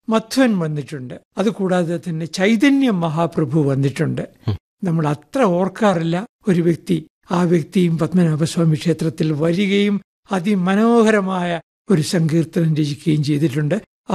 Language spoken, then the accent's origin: Malayalam; Kayamkulam, Kerala, India; now in Thiruvananthapuram, India; ഞാൻ തിരുവനന്തപുരത്താണ് ജീവിക്കുന്നത്. ഞാൻ പക്ഷെ ജനിച്ചത് കായംകുളത്താണ്.